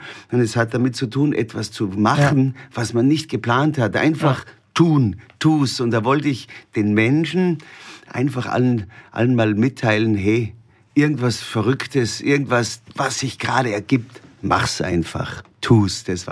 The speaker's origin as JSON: {"language": "German", "town": "Mauterndorf", "region": "Salzburg", "country": "Austria", "tie": "born there", "said": "Ich bin geboren in Mautendorf. Mautendorf ist ein kleines Dörfchen mit 1800 Einwohnern im Salzburger Land."}